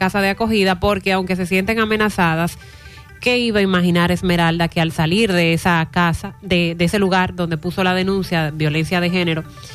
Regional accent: Dominican Republic; nos duele a todos como dominicanos.

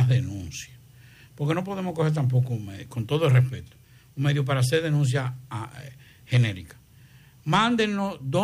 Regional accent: Dominican Republic; somos los dos de ahí, nos criamos ahí en Pueblo Nuevo.

